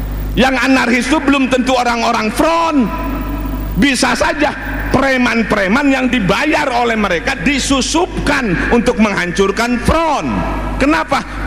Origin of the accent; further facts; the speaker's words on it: Karawang, West Java, Indonesia; Beliau bertanya, dari mana Anda? Saya dari Indonesia. Indonesia mana? Mana? Saya dari Kerawang.